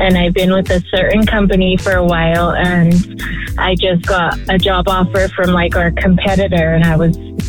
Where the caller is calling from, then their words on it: Albuquerque, New Mexico, United States; Albuquerque, New Mexico.